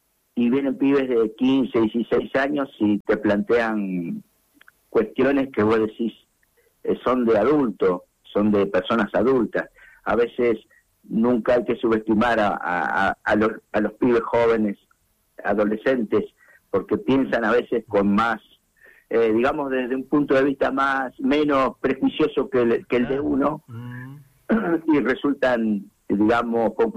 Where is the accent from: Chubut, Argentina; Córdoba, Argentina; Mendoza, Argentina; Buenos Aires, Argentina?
Chubut, Argentina; Puerto Madryn; nosotros que somos madrileños